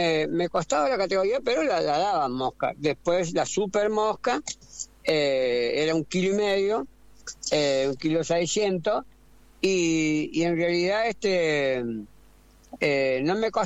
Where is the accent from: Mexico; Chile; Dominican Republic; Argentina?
Argentina; Córdoba; soy el primer boxeador argentino, campeón del mundo en doble categoría, el primero, y soy de Córdoba